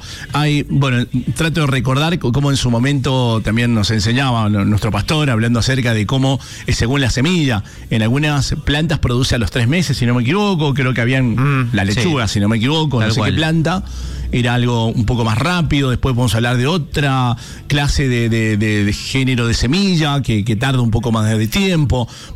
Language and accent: Spanish; Mendoza, Argentina; acá como mendocinos